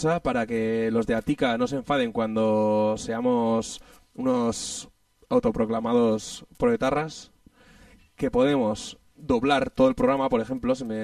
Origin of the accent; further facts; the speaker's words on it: Navarre, Spain; Yo soy navarro, soy del norte y soy la hostia en todos los deportes.